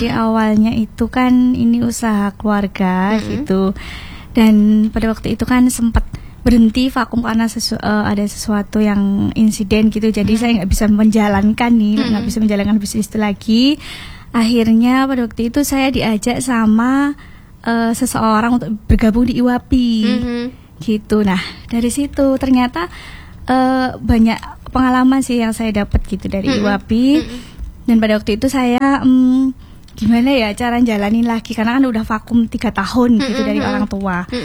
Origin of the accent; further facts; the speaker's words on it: Pacitan, East Java, Indonesia; Karena kebetulan saya dari Pacitan.